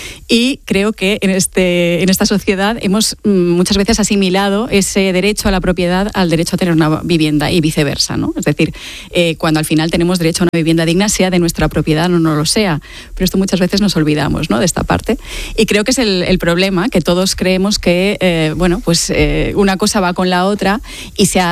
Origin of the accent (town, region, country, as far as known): Balearic Islands, Spain; moved away as an adult; now in Barcelona, Spain